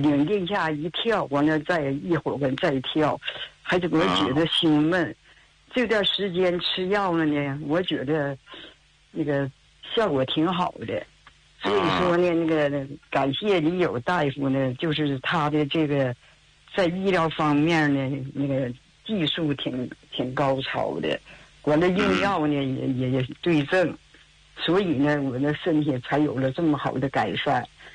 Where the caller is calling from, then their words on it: Jilin, China; 咱们就是吉林的那个就是百姓